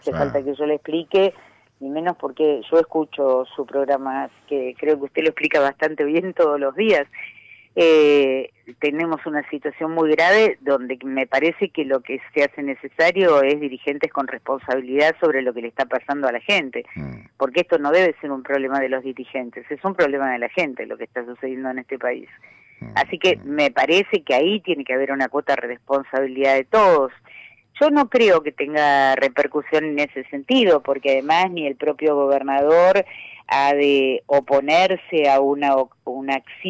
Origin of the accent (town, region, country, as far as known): Argentina